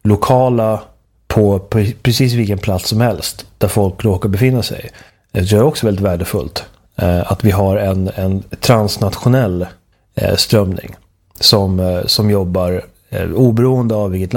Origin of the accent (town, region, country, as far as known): Sweden